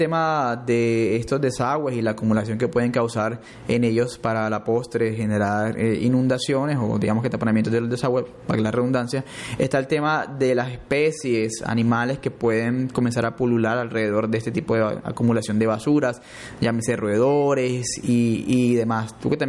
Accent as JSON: {"language": "Spanish", "region": "San Andrés and Providencia", "country": "Colombia", "first_language": "San Andrés Creole", "second_language": "Spanish", "said": "en nuestra lengua materna, en nuestro criol, para todo nuestro pueblo étnico raizal"}